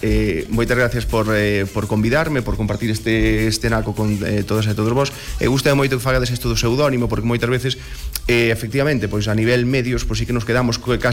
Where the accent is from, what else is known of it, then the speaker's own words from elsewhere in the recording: Palas de Rei, Galicia, Spain; eu que son da Ulloa, son de Palas